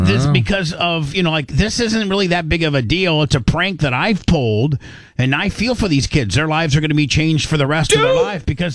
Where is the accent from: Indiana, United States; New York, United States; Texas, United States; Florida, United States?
Indiana, United States; Warsaw; you know, a lot growing up in Warsaw, Indiana